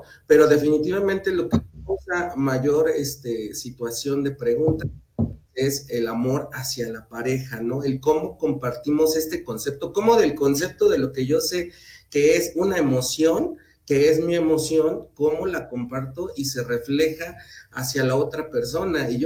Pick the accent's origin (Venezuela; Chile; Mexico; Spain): Mexico; Tlalnepantla, State of Mexico; desde acá, desde el Estado de México, en Tlalnepantla, yo le diría más bien mi tierra Tenayuca